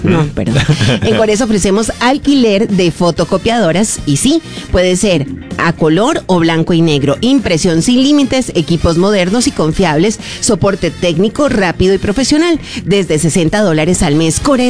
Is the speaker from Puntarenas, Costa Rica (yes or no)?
no; Guadalupe, San José, Costa Rica; Soy de San José Centro.